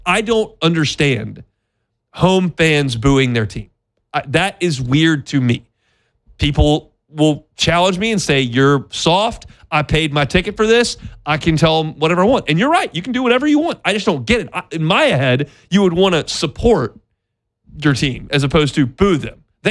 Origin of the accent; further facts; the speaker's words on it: Shreveport, Louisiana, United States; I am from Shreveport. I went to LSU.